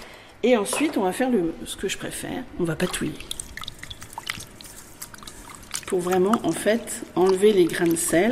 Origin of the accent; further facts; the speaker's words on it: Brittany, France; Chez nous, en Bretagne en tout cas, sur les côtes